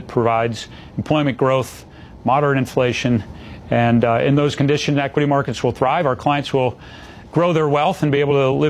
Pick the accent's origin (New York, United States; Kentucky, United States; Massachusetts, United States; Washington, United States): Massachusetts, United States; Boston; I grew up in the Boston, Massachusetts area.